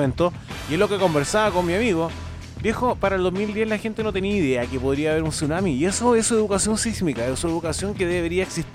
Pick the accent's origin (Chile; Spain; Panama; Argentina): Chile; Talca, Maule; moved away; la ciudad de Talca, mi ciudad natal